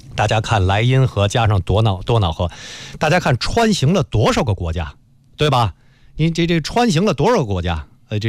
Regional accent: China; 我们中国人

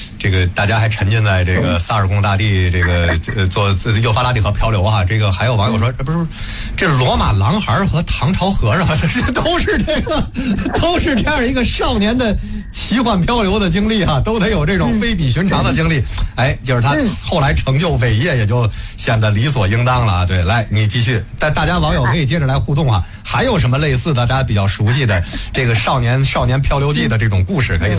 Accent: China; 就咱们中国人讲叫天下文章一大抄啊。

